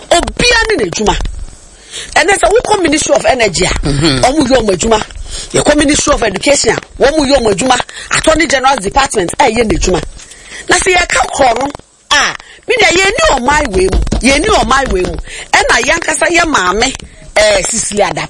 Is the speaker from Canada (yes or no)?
no; Ghana; And then no ni ayi hu no meme de again as a Ghanaian.